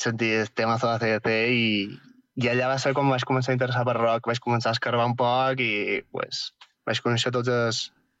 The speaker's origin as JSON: {"language": "Catalan", "town": "Barcelona", "region": "Catalonia", "country": "Spain", "said": "No, jo soc de Barcelona."}